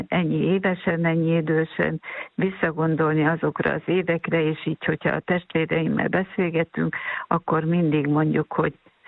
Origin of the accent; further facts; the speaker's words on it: Hungary; moved away; a Tisza mellett nőttem fel, és nem tudok úszni